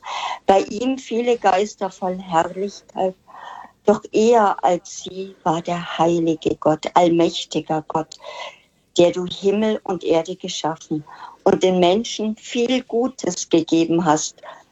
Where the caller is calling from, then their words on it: Kaufbeuren, Bavaria, Germany; Ich rufe aus Kaufbeuren an.